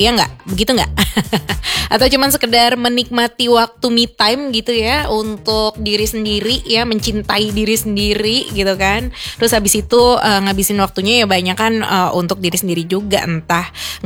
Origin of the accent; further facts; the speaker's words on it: Jakarta, Indonesia; aku orang Betawi ya.